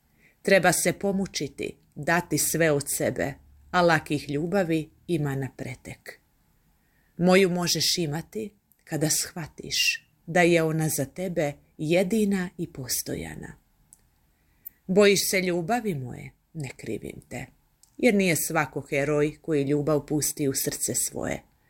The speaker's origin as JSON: {"language": "Serbian", "country": "Bosnia & Herzegovina", "tie": "born there", "said": "Rođena sam u Bosni i Hercegovini, živim u gradu Banja Luka."}